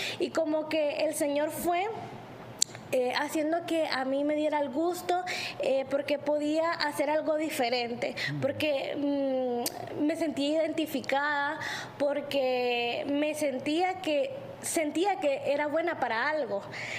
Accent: Puerto Barrios, Izabal, Guatemala; yo soy originaria de Puerto Barrios Izabal, que es uno de los puertos más importantes de Guatemala de comercio. Desde aquí es playita, calorcito, mar. Entonces de acá soy.

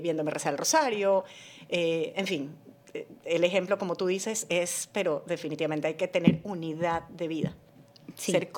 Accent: Ecuador; moved away as an adult; now in Miami, United States; Yo soy ecuatoriana.

